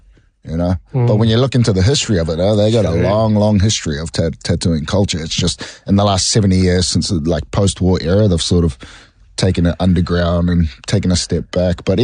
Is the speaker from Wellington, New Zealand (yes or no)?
no; Auckland, New Zealand; I grew up in East Auckland, like Pāmua GI. But my family's from the far north.